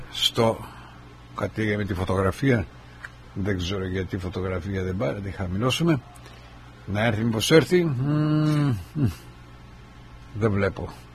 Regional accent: Greece; now in United States; Εμείς τι κάνουμε σαν Έλληνες?

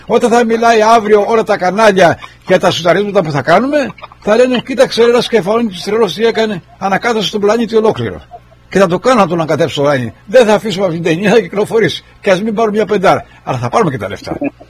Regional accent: Ionian Islands, Greece; είμαστε εδώ πέρα από τα Επτάνησα και δεν το επιτρέπω εγώ από το νησί μου να μου κάνουν την ιστορία μου και τη μυθολογία μου μαύρικη

